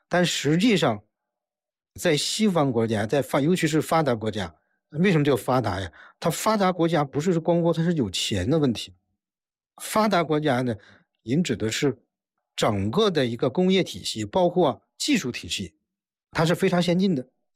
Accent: China; 中国人我们

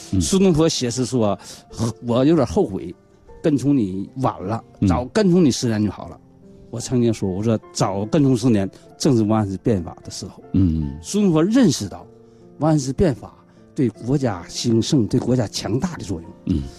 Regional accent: China

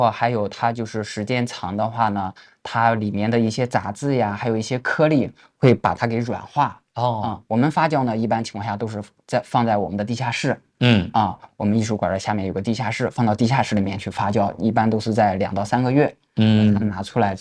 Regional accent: Henan, China; moved away as an adult; now in Xinjiang, China; 因为本身自己，不是土生土长的新疆人，这个是必须要承认的。然后自己呢，从咱们这个中原地区，然后来到咱们新疆求学

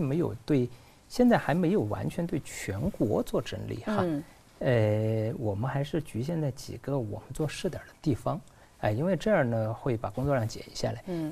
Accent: southern China, China; moved away; 在我们老家南方种玉米

